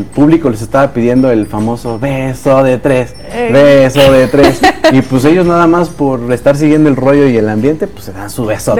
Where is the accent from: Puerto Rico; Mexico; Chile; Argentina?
Mexico; los mexicanos estamos siendo tendencia en todas las redes sociales.